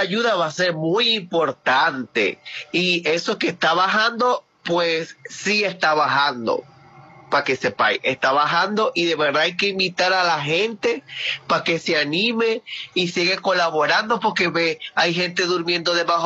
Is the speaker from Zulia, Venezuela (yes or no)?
yes; Maracaibo, Zulia, Venezuela; accent: maracucho; como maracucho que soy, el acento se enmarca mucho más y es mucho más divertido para ellos, porque nunca habían escuchado nuestro acento maracucho.